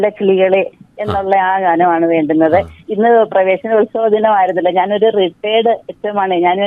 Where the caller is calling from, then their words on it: Aivarkala, Kerala, India; ഐവറുകാലിൽ നിന്നാണേ.